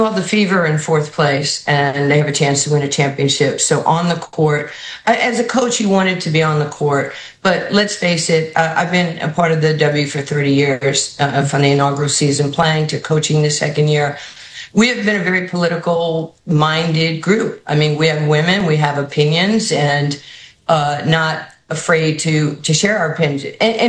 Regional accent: New York, United States; Look, I was a poor kid growing up in New York in the 60s and 70s.

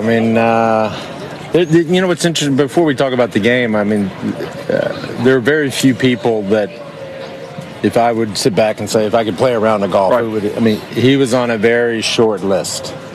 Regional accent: Texas, United States; Yeah, well, I grew up outside of Dallas. And it's the reason I got into endurance sports.

